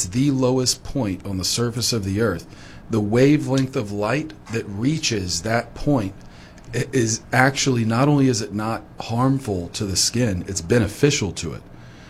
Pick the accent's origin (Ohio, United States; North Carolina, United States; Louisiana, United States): Louisiana, United States; New Orleans; Okay, so, and I'm from New Orleans, Louisiana. I know heat.